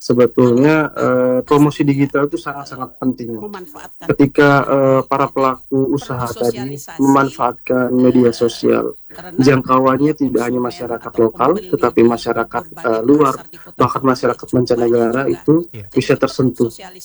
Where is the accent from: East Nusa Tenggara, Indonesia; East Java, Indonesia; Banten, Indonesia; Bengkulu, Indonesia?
East Nusa Tenggara, Indonesia; Jadi menurut saya tidak malu ketika saya berasal dari Nusa Tenggara Timur, malah saya sangat bangga